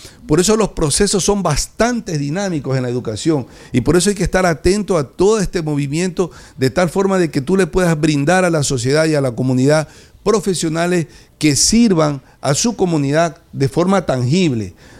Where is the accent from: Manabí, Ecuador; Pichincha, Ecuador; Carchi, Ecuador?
Manabí, Ecuador; yo soy un manabita que defiende siempre y soy orgulloso de ser manabita. Siempre digo que soy una mezcla de muchas cosas porque nací en un cantón, me crié en otro, estudié en otro